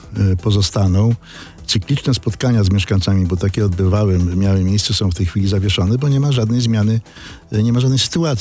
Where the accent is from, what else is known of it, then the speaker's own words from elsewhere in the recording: Szczecin, West Pomeranian Voivodeship, Poland; jestem też szczecinianinem